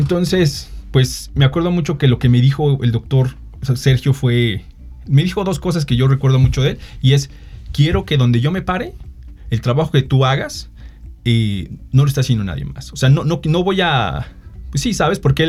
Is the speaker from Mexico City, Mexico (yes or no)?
yes; Mexico City, Mexico; moved away as an adult; now in Aguascalientes, Mexico; yo nunca había querido salir de Ciudad de México hasta que, y me tocó salir por trabajo.